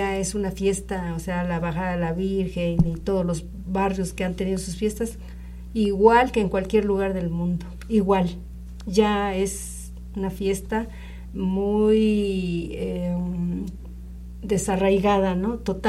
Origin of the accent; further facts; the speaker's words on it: Cholula, Puebla, Mexico; moved away; el corto tiempo que tengo de volver a mi tierra, a mi pueblo, porque bueno, no estuve aquí, estuve ausente